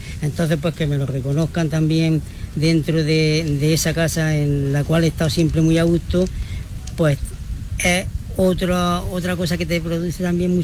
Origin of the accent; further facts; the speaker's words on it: Cuevas del Almanzora, Andalusia, Spain; born there; moved away as an adult; now in Garrucha, Spain; yo soy de Cuevas, es verdad. Pero me destinaron aquí y aquí llevo 49 años, con lo cual pues realmente soy como un hijo adoptivo aquí en Garrucha, sin renunciar nunca a las raíces, por supuesto, pero claro, un garruchero más.